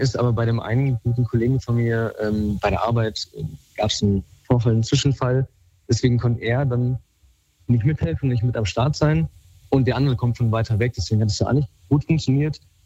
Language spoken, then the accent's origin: German; Giessen, Hesse, Germany; Ich würde ganz gern zum allerersten Mal demnächst irgendwann aus meiner Heimatstadt ausziehen. Bin Urgestein Gießener, bin hier aufgewachsen und jetzt groß geworden.